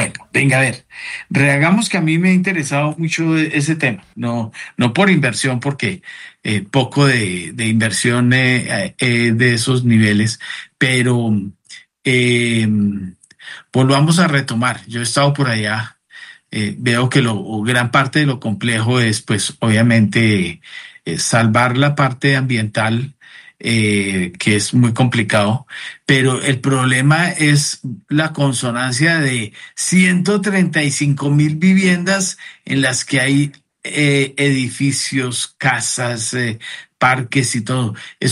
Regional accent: Pereira, Risaralda, Colombia; pues yo soy pereirano.

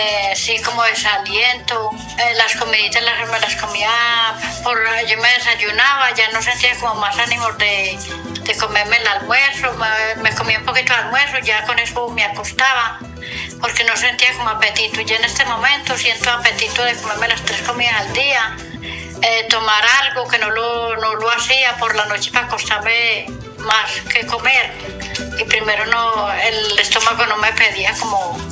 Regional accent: Caldas, Antioquia, Colombia; Del municipio de Caldas.

